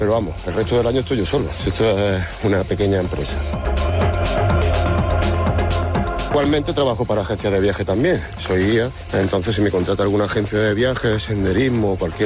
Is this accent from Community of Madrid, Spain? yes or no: no; Andalusia, Spain; Yo como andaluz, siento decirlo, pero no conocía esta parte de Sierra Morena.